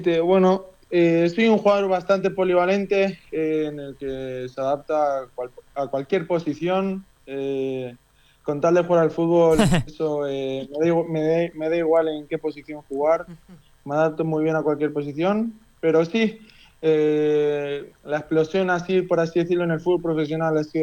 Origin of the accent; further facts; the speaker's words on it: Torrevieja, Valencian Community, Spain; Y nada, y me crié acá en Torrevieja.